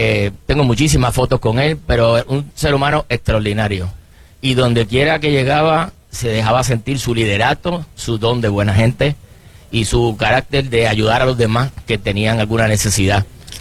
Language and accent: Spanish; Puerto Rico; soy puertorriqueño.